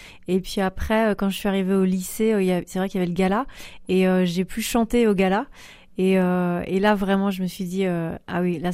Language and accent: French; Centre-Val de Loire, France; also born or lived in Réunion; now in Vimoutiers area, Orne, France; j'ai grandi plutôt en Eure-et-Loire, mais mes racines profondes sont l'île de la Réunion. Et si on va plus loin, Madagascar